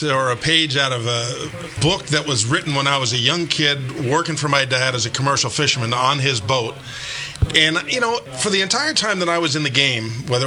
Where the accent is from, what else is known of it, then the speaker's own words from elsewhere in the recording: New Jersey, United States; growing up in New Jersey, right south of New York City